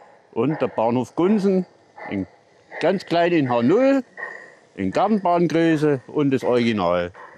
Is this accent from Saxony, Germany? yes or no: yes; Adorf, Saxony, Germany; ich komme aus Adorf.